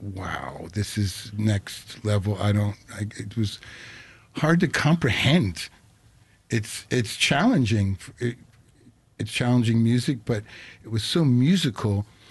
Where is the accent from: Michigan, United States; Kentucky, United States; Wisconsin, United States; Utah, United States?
Michigan, United States; I grew up outside of Detroit, Michigan. I was in the parking lot of my high school.